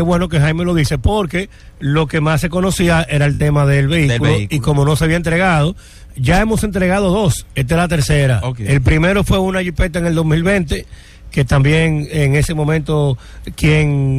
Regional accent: Santo Domingo, Distrito Nacional, Dominican Republic; yo no soy nativo de esa circunscripción, sí soy nativo de la capital, pero no de esa circunscripción.

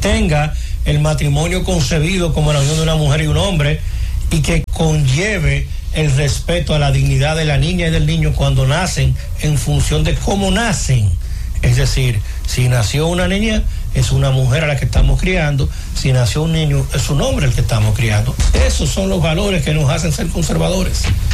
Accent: Dominican Republic

